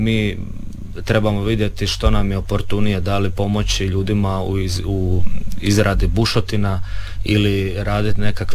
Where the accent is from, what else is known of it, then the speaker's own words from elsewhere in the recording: Škabrnja, Zadar County, Croatia; a ja dolazim isto iz Škabrnje